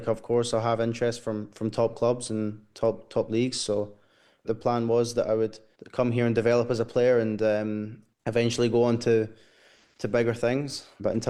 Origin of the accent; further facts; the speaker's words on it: Glasgow, Scotland, United Kingdom; I'm born and raised in Glasgow and I certainly feel that I'd want to play for Scotland.